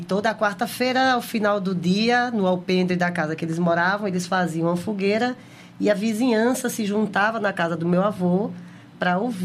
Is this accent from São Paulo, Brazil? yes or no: no; Recife, Pernambuco, Brazil; born there; Eu sou de Recife, nasci em Recife, mas a minha família toda é do sertão do Pajeú.